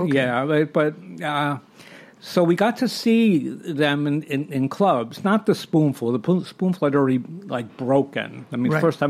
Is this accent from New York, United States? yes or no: yes; Bronx, New York, United States; as you know, I grew up in the Bronx.